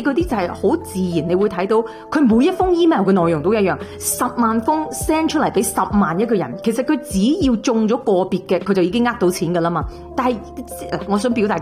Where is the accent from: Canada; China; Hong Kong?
Canada; 點解包括我哋加拿大之前嗰個討論呢都係面向我哋加拿大人